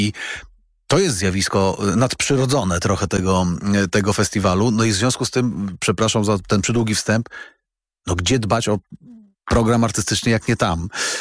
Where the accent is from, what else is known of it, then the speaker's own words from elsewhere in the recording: West Pomeranian Voivodeship, Poland; Ja jestem z Pomorza Zachodniego rodem, także mówię to z olbrzymim uczuciem i ze wspomnieniami z dzieciństwa.